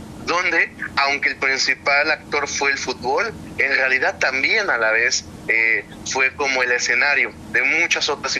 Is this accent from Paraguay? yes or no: no; Mexico; Como mexicano que no pudo asistir a los Juegos del Mundial